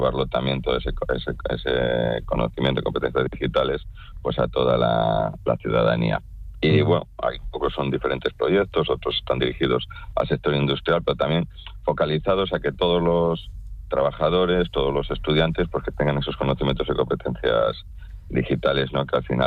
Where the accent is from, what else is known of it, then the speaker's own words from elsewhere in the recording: Langre, Cantabria, Spain; yo soy de Langre, pues tú ahora desde un pueblo en remoto puedes hacer los cursos más avanzados que te propongas